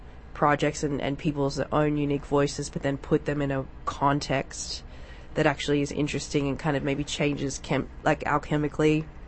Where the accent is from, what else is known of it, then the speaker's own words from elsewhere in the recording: Sydney, New South Wales, Australia; who lives in Sydney now, where my hometown is.